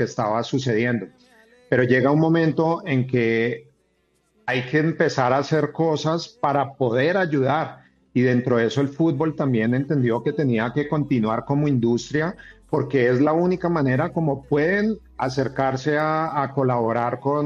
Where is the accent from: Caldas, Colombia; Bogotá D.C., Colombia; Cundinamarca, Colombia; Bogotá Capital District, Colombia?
Bogotá D.C., Colombia; Bogotá; also born or lived in Cali; yo soy de Bogotá, pero amo Cali, me fui muy joven para allá y es una ciudad que me abrió las puertas